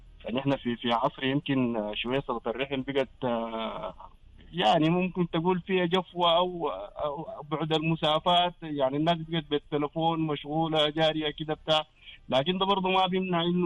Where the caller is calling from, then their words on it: Sudan; أنا من السودان من السودان